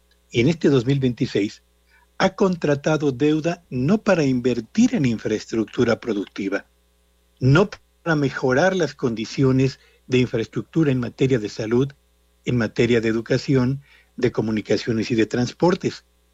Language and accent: Spanish; Mexico